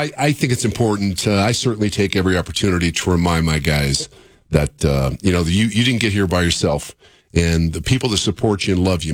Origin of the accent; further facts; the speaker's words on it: Lakewood, Colorado, United States; I grew up in Lakewood. Right off West Colfax, my mom and dad rented half of a duplex. The duplex was about 900 square feet.